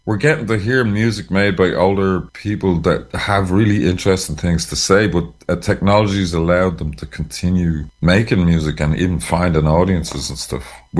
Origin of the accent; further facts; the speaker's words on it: Ireland; It took a lot of courage for us to even talk about being Irish.